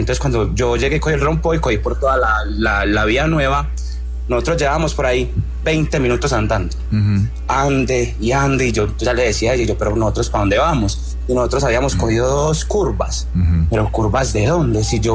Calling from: Medellín, Antioquia, Colombia; Yo soy de Medellín.

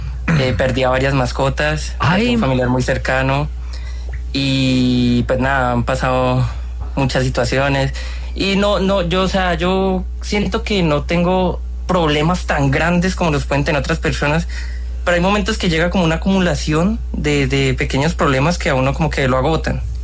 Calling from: Cali, Valle del Cauca, Colombia; Yo vivo en Cali.

